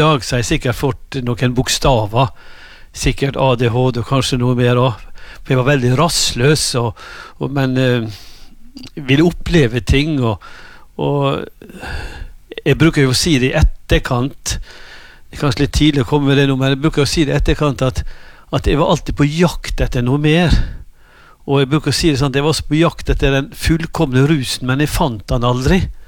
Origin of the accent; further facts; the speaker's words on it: Ålesund, Møre og Romsdal, Norway; Mitt liv, det startet på en øy utenfor Ålesund som heter Store Kalvøya. Der ble jeg født. Jeg ble født på Ålesund sykehus, men jeg håper jeg ble født i full storm utenfor Ålesund.